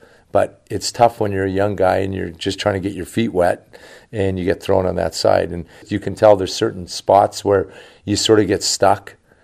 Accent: Western Canada, Canada; now in California, United States; It's we're obviously we grew up in Western Canada, but to be out in Northern California, it's a treat for us.

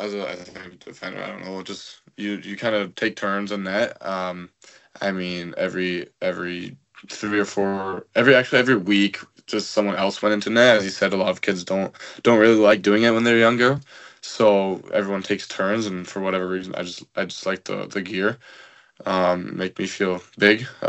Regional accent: German-speaking Switzerland, Switzerland; born there; English is a second language; But yeah, I was born on the German side. My parents are both German.

